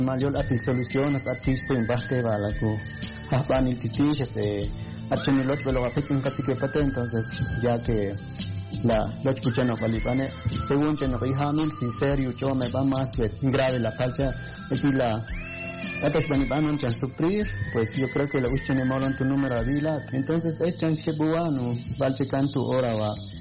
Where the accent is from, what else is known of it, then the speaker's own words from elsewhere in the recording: Quiché, Guatemala; first language Ixil; En mi dialecto, porque soy Ixil.